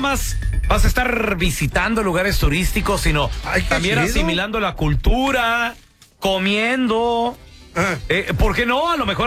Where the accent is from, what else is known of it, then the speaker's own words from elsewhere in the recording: Mexico; Yo soy mexicano